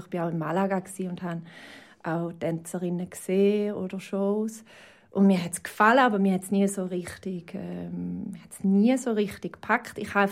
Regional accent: Schaffhausen, Switzerland; Ich komme aus Schaffhausen.

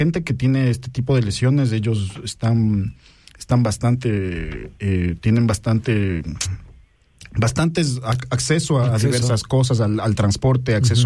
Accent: Ecuador; yo pienso que en el Ecuador, de donde yo vengo, no se está pensando mucho en los costos indirectos

